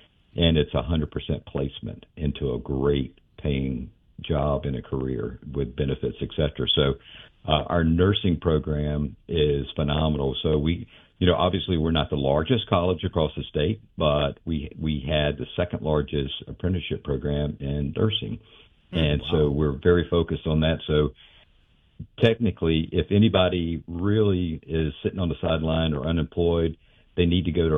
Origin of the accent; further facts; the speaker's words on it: Alabama, United States; moved away as an adult; also born or lived in Atlanta / Louisiana; I grew up in Alabama, so I was born and raised in Alabama. After college, I went up to Atlanta and was there for a while